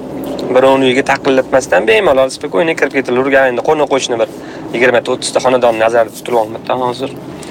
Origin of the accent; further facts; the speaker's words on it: Tashkent, Uzbekistan; Bizani mahalla xastimomda. Astonda katta bo'lganmiz. Hozir endi inshootlar qurilgani sabab ko'chib ketganmiz. Domga chiqib ketilgan.